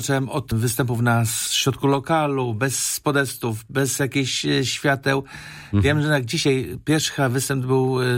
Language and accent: Polish; Szczecin, West Pomeranian Voivodeship, Poland; moved away as an adult; now in Berlin, Germany